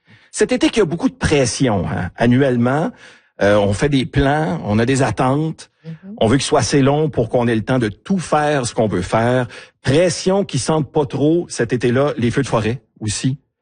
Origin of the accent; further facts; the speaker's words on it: Ontario, Canada; chez nous, en Ontario